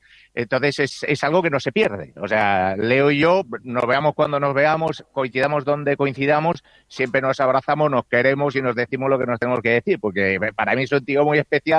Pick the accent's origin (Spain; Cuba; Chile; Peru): Spain; Yo como español